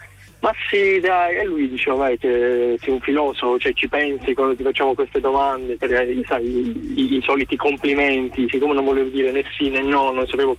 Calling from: Bari, Apulia, Italy; chiamo da Bari, sono un ventottenne e faccio l'informatico nella vita.

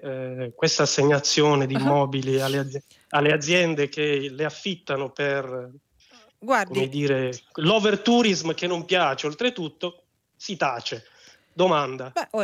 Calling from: Bari, Apulia, Italy; Siamo da Bari.

